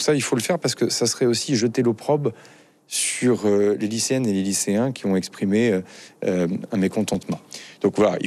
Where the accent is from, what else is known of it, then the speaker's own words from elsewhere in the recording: Vernon, Normandy, France; je suis dans la ville dans laquelle je suis élu, dans laquelle j'ai grandi, à Vernon dans l'Eure.